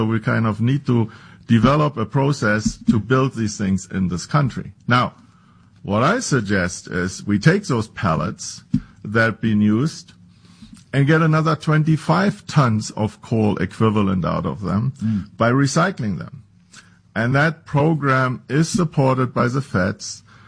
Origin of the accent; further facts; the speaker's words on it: Berlin, Germany; moved away as an adult; also born or lived in Las Vegas, Nevada; now in Nevada, United States; I was born and raised in Berlin. I went to school there, got my PhD at the Institute for Radiation and Nuclear Physics. And after that, I came to the U.S. in 1994